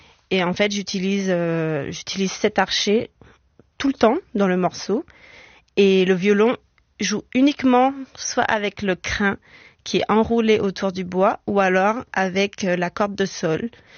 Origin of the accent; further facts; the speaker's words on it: Guadeloupe; peut-être que c'est parce que je viens de Guadeloupe.